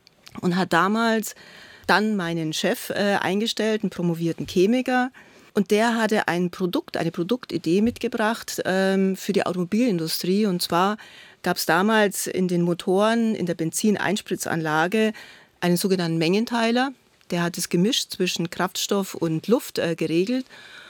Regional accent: Hof, Bavaria, Germany; ich bin in Hof aufgewachsen, das war damals noch das Dreiländereck.

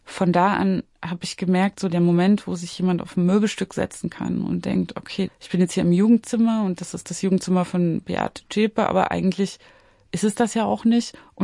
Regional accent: Zwickau, Saxony, Germany; born or raised there

